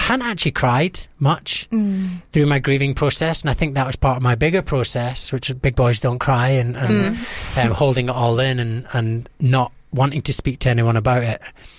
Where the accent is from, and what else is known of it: Scotland, United Kingdom